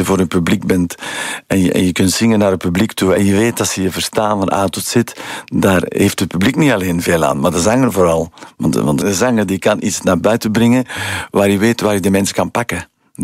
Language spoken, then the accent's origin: Dutch; Flanders, Belgium